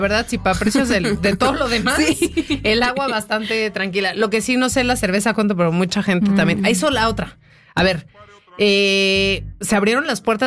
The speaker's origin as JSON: {"language": "Spanish", "country": "Mexico", "said": "estoy en un mundial, en México, en mi país, en este estadio."}